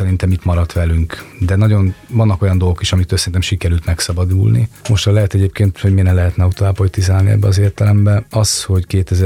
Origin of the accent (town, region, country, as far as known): Hungary